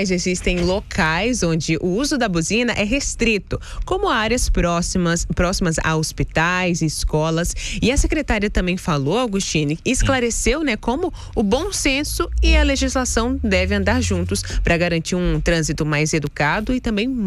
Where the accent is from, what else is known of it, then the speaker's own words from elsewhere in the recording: Pará, Brazil; now in Cuiabá, Brazil; Eu sou do Pará